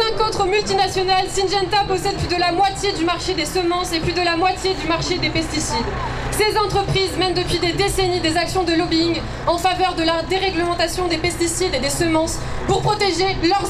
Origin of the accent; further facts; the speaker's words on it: Netherlands; je viens des Pays-Bas et je suis paysanne